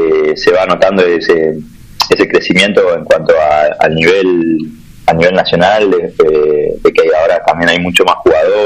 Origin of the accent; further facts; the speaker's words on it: Tucumán, Argentina; la verdad que está bueno que seamos todos de ahí de Tucumán y que estemos representando a la provincia de la mejor manera.